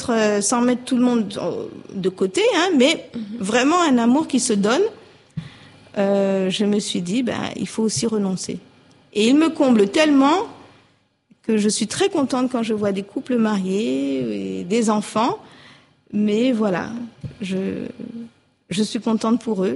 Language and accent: French; Le Plessis-Robinson, Île-de-France, France; moved away; also born or lived in Paris; Je suis née donc à Paris. Je n'ai pas vécu à Paris, peut-être 2 mois. J'ai plutôt grandi dans les Hauts-de-Seine, au Plessis-Robinson.